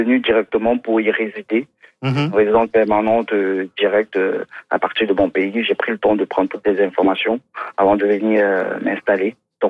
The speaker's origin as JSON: {"language": "French", "town": "Douala", "region": "Littoral", "country": "Cameroon", "moved": "yes", "lives_now": "Sept-Îles, Canada", "said": "De Douala, la capitale économique."}